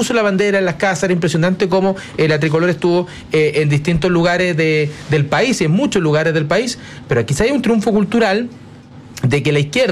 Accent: Chile; la que nos ha unido como chilenos

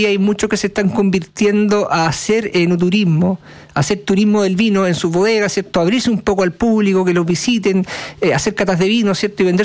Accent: Chile; también nosotros como chilenos, como consumidores, también ahí aportar con un granito de arena

